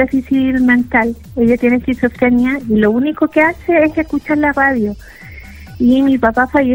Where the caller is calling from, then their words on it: Santiago, Santiago Metropolitan, Chile; yo vivo en Santiago.